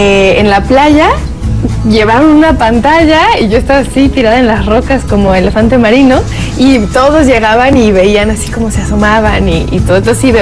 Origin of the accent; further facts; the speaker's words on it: Mexico; de repente todos somos mexicanos.